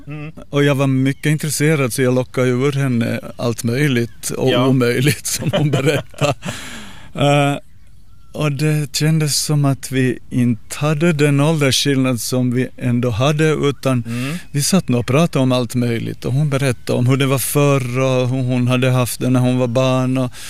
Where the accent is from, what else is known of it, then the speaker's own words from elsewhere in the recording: Jakobstad, Ostrobothnia, Finland; jag är född i Jakobstad och gått i skola i Jakobstad, men alla somrar har jag tillbringat i Larsmo. Min pappa är hemma från Larsmo.